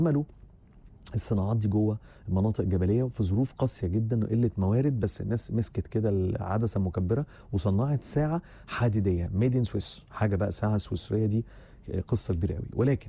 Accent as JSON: {"language": "Arabic", "country": "Egypt", "said": "انا هعمل حلقة كاملة عن مواعيدنا كمصريين بجد والله"}